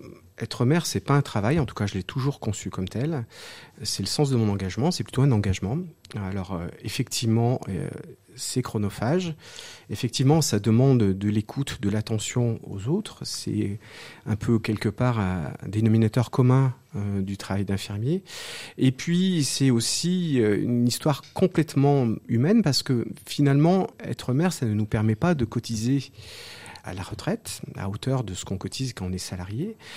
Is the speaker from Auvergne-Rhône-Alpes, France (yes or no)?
yes; Firminy, Auvergne-Rhône-Alpes, France; j'ai 55 ans bientôt. J'ai grandi à Firminy-Vert, une ville qui a toujours mon attrait